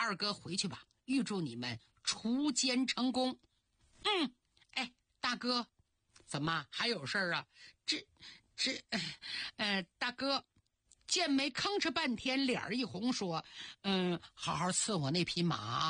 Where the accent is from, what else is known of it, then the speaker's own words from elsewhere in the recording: Northeast China, China; 磕巴是我们东北话